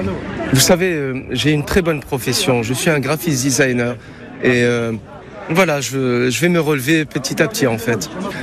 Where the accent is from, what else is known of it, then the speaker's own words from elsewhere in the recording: Marrakesh, Marrakesh-Safi, Morocco; now in France; j'ai 55 ans. Je pense que c'est ça, et peut-être l'origine, parce que bon, mon origine est marocaine, puisque je suis né à Marrakech. Je suis marocain et français.